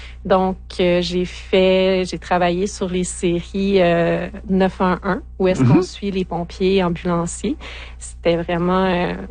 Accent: Rouyn-Noranda, Quebec, Canada; also born or lived in Buckingham; Oui, mais en fait, moi, je suis née en Outaouais.

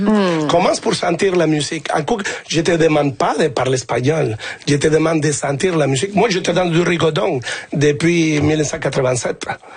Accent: Sherbrooke, Quebec, Canada; Je dansais même, moi je viens de la ville de Sherbrooke, et je dansais avec des bottes d'hiver.

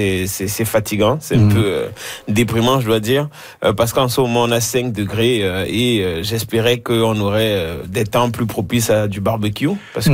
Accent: Cameroon; le Cameroun, qui est mon pays d'origine, ne s'est pas qualifié

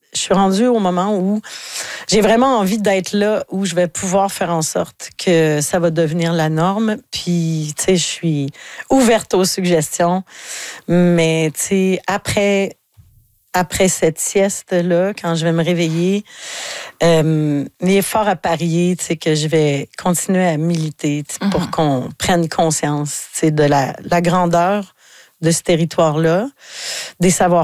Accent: Quebec, Canada; chez nous, dans le Bas-Saint-Laurent

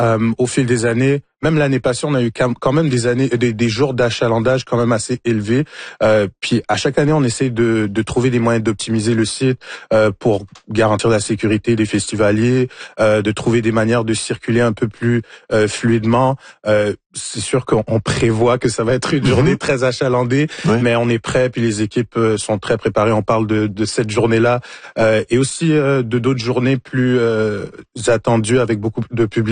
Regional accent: Montreal, Quebec, Canada; Moi j'ai grandi à Montréal, je suis né à Montréal

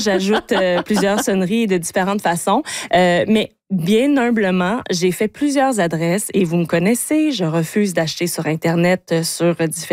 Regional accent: Quebec, Canada; chez nous au Québec

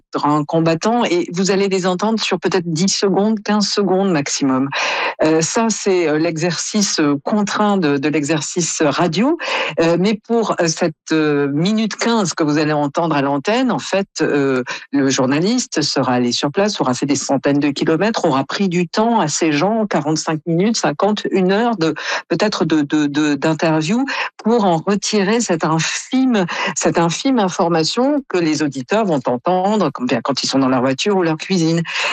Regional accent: France; quand on est Canadien ou comme moi français

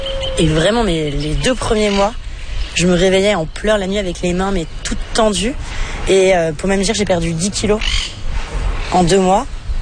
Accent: France; Il y avait encore personne qui s'était installé en Argentine pour faire ça en tant que Français.

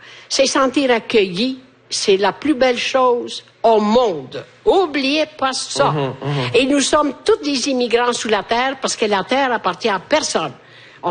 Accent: Italy; moi, j'ai pas de maison, j'ai rien, puis c'est l'hiver, chez nous, en Italie, il fait chaud.

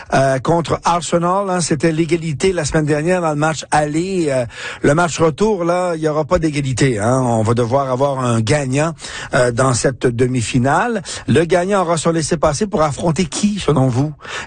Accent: Alberta, Canada

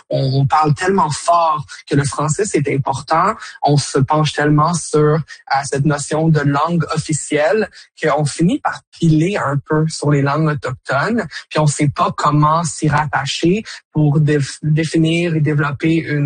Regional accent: Quebec, Canada; born there; first language French; moved away as an adult; now in Ontario, Canada; quand je suis arrivée ici en Ontario, ça fait 6 ans maintenant, j'avais pas de relation au français particulièrement. Ah. Quand j'étais au Québec, moi le français c'était la langue dans laquelle j'étais née, et même que je préférais l'anglais à la base

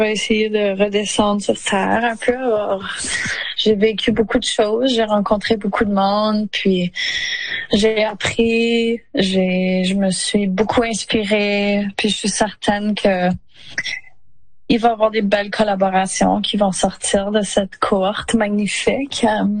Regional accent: Saskatchewan, Canada; c'est sûr que j'ai un accent quand je suis au Québec, mais c'est aussi vrai pour l'opposé. Tu sais, quand les gens viennent en Saskatchewan, ils ont aussi un accent.

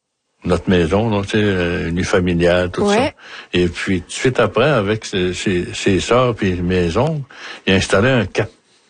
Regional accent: Sept-Îles, Quebec, Canada; born there; Je suis né à Sept-Îles, pas loin de Sept-Îles, là. Puis j'étais au pensionnat.

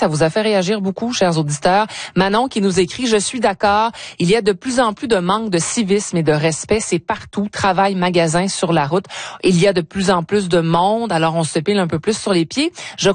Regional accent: Canada; chez nous, au Canada.

